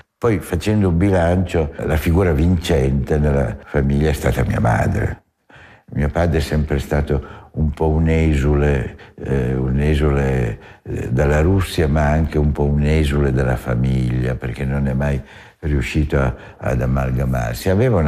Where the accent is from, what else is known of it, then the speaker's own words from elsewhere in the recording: Turin, Piedmont, Italy; also born or lived in San Germano Chisone; io sono nato lì ma non sono cresciuto lì. Io sono cresciuto a Torino.